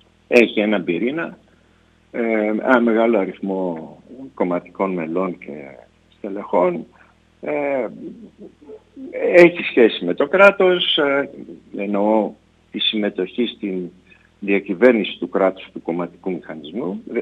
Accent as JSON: {"language": "Greek", "town": "Athens", "region": "Attica", "country": "Greece", "said": "επειδή εγώ είμαι Αθηναίος."}